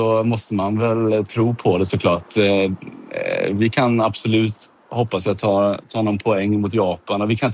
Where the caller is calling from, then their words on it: Sweden; hemma i Sverige